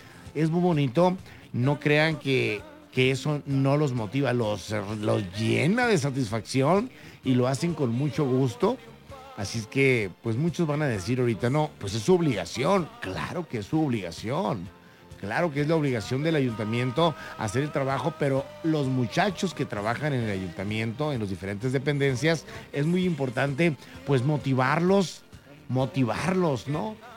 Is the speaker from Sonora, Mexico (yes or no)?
yes; Navojoa, Sonora, Mexico; moved away; mi tierra, Navojoa, Sonora